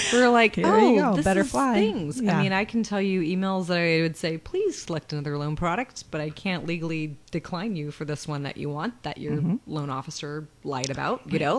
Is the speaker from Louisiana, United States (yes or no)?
yes; New Orleans, Louisiana, United States; also born or lived in Portland, Oregon; because I'm from New Orleans originally. So I was born in New Orleans.